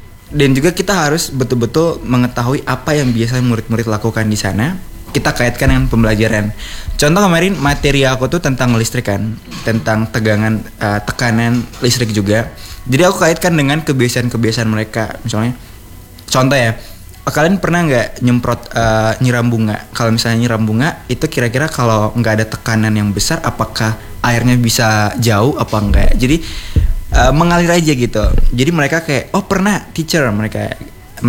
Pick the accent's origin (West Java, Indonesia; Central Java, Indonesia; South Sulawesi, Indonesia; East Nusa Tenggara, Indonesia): East Nusa Tenggara, Indonesia; Rote; kebetulan aku bawa kain dari daerah aku, dari Rote.